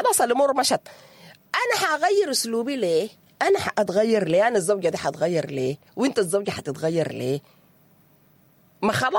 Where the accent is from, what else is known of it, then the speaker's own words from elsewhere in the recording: Sudan; احنا كسودانيين متعودين على الاحتزار